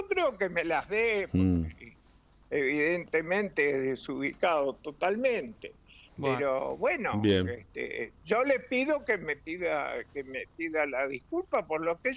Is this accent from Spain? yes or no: no; Argentina; born there; yo soy nacido en este pueblo.